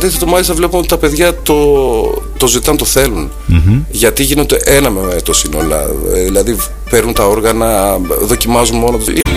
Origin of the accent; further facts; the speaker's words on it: Livadeia, Central Greece, Greece; moved away; Στη Φιλαρμονική του Δήμου Λιβαδιάς όπου κατάγομαι